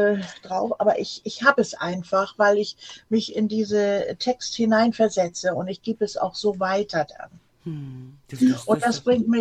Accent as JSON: {"language": "German", "town": "Bremerhaven", "region": "Bremen", "country": "Germany", "tie": "born or raised there", "moved": "yes", "lives_now": "Hamburg, Germany", "said": "ich komme aus Bremerhaven."}